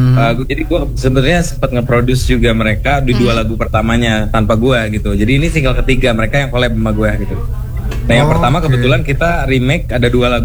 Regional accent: Bandung, West Java, Indonesia; Saya dari Bandung.

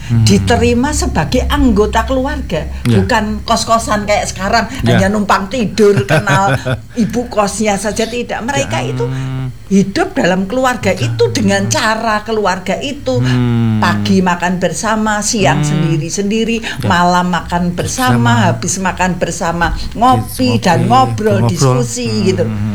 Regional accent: Java, Indonesia; saya bangga sebagai orang Jawa.

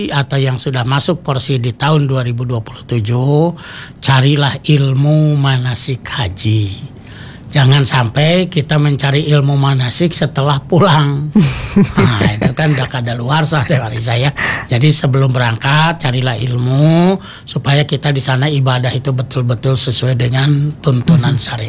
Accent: Indonesia

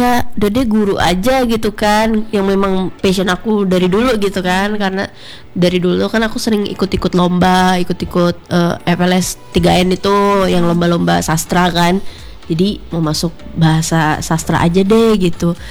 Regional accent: North Sumatra, Indonesia; Memang momen gitu sih kak, dari orang tua, karena kan aku Batak ya.

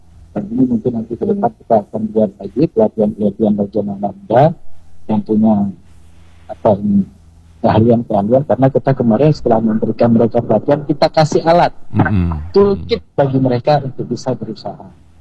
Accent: Aceh, Indonesia; Saya sebagai orang Aceh, anak muda Aceh yang saat ini juga tinggal di Aceh

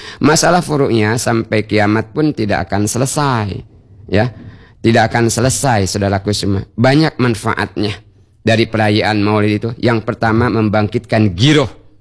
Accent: Bangka Belitung Islands, Indonesia; selalu kita cerudiin kata kita orang Bangka, saudaraku semuanya.

